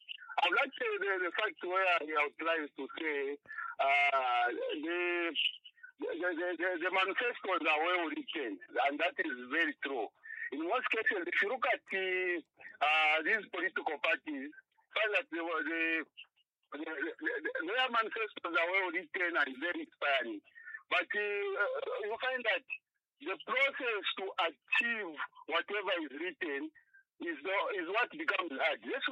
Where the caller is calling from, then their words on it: Solwezi, North-Western Province, Zambia; Ndakara from Solwezi.